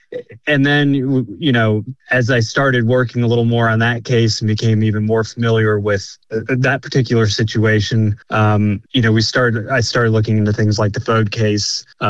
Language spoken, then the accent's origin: English; United States; as an American